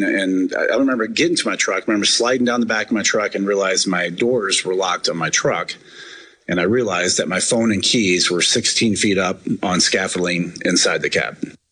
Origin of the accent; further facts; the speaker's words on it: Iowa, United States; I grew up in Northeast Iowa where wrestling is a religion.